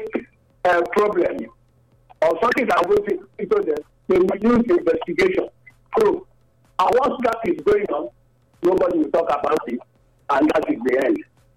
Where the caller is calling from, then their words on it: Nigeria; I'm calling from Ogbesha community.